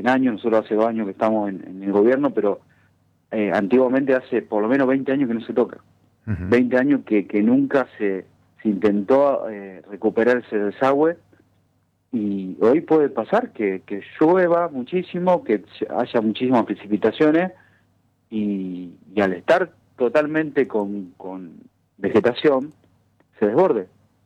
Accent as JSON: {"language": "Spanish", "country": "Argentina", "tie": "born or raised there", "said": "yo soy un presidente joven, nacido, nativo de mi pueblo, que estoy peleando por recuperarlo"}